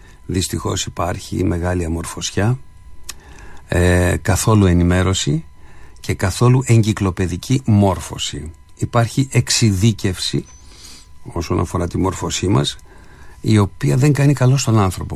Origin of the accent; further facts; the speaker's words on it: Greece; με την ίδια μας φυσιογνωμία ως Έλληνες.